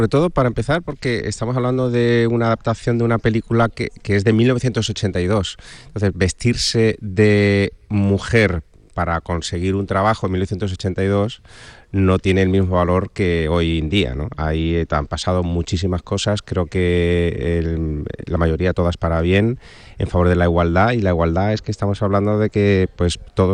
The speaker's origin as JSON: {"language": "Spanish", "town": "Seville", "region": "Andalusia", "country": "Spain", "said": "a Andalucía, a Sevilla, a mi tierra"}